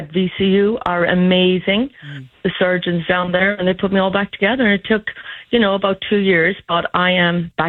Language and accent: English; Ireland; I'm from Ireland.